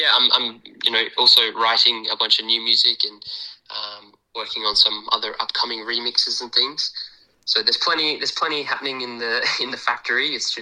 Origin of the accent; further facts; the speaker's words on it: Adelaide, South Australia, Australia; I'm obviously from Adelaide and grown up playing music in the scene since I was pretty young. And so the Adelaide scene has always had a special, you know, place in my heart.